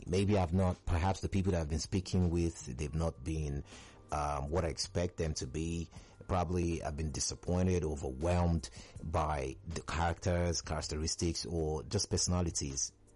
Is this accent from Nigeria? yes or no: yes; Edo, Nigeria; That's my state. Representing John. I'm from Edo State as well.